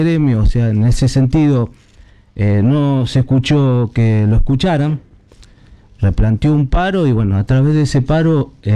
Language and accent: Spanish; Casilda, Santa Fe, Argentina; Y yo he caminado por esta ciudad desde que nací. Yo nací acá en Casilda